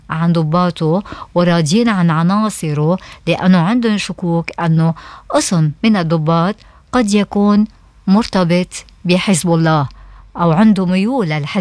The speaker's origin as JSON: {"language": "Arabic", "country": "Lebanon", "said": "هل نحن كلبنانيين"}